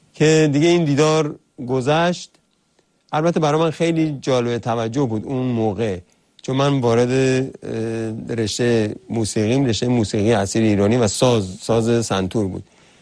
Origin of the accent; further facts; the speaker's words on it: Khorramabad, Lorestan, Iran; به شهر زادگاه من خرم‌آباد